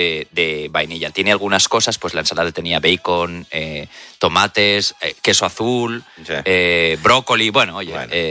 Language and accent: Spanish; Valencian Community, Spain; cuando saben que soy español, ¿Barça o Real Madrid? Yo digo, ninguno, yo soy del Valencia. Yo soy che.